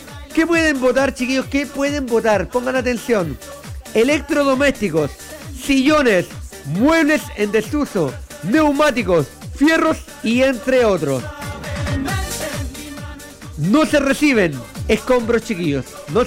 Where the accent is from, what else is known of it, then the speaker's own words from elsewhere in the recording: Chile; nosotros como chilenos